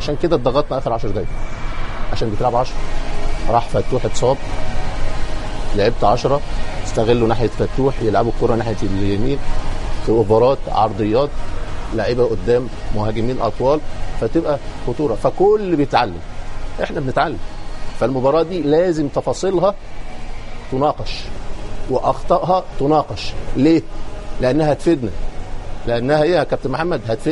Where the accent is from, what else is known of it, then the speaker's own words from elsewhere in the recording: Egypt; إحنا عندنا في مصر